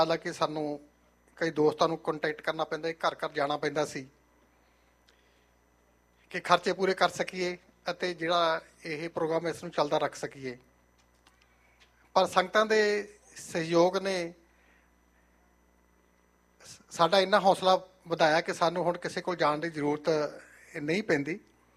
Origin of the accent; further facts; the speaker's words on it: Punjab, India; also born or lived in Faridkot; now in Surrey, Canada; ਸਾਡੇ ਵਰਗੇ ਜਿਹੜੇ ਸਾਡੇ ਪਿੰਡ ਬੇਸ਼ੱਕ ਦੂਰ ਨੇ ਫਰੀਦਕੋਟ ਤੋਂ, ਅਸੀਂ ਉੱਥੇ ਪੜ੍ਹਦੇ ਰਹੇ, ਪੜ੍ਹਦੇ ਪੜ੍ਹਦੇ ਅਸੀਂ ਫਰੀਦਕੋਟ ਦੀ ਧਰਤੀ ਦੇ ਨਾਲ ਅਤੇ ਉੱਥੋਂ ਦੇ ਬਛੀਨਾਂ ਦੇ ਨਾਲ ਇੰਨਾ ਜੁੜ ਗਏ ਕਿ ਸਾਨੂੰ ਉਹ ਆਪਣਾ ਘਰ, ਆਪਣਾ ਸ਼ਹਿਰ ਲੱਗਦਾ ਹੈ।